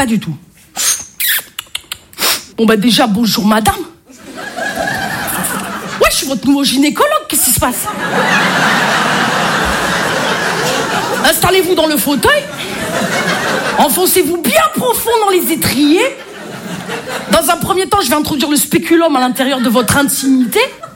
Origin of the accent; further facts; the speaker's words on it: Marseille, Provence-Alpes-Côte d'Azur, France; Je m'y connais en accent, je suis marseillaise.